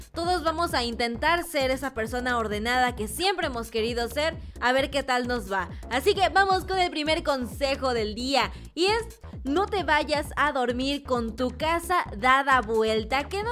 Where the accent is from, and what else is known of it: Mexico